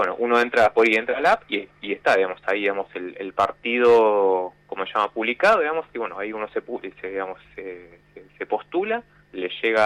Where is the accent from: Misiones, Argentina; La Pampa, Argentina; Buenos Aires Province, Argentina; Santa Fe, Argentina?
Buenos Aires Province, Argentina; Wilde